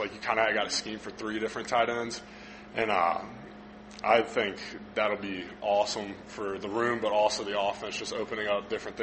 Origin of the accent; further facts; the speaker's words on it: Cincinnati, Ohio, United States; And also, I'm from Cincinnati. Like, being an hour 20 away is way better.